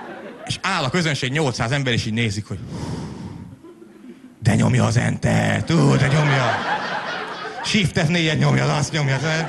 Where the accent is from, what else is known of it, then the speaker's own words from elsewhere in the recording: Great Hungarian Plain, Hungary; Én is alföldi vagyok